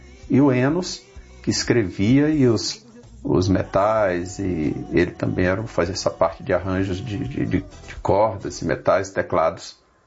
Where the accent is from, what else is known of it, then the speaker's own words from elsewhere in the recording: Maranhão, Brazil; como eu venho do Maranhão. e eu morei grande parte no interior do Maranhão, então a gente convivia com o rio, com as dificuldades, com o sertanejo.